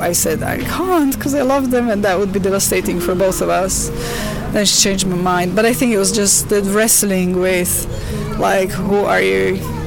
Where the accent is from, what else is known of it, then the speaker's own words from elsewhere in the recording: Slovakia; moved away; My grandfather was a leader of Communist Party in the region because I'm from Slovakia, and when I was little, until about 8 or 9, there was still communism in Slovakia, Czechoslovakia then. So we were not believers.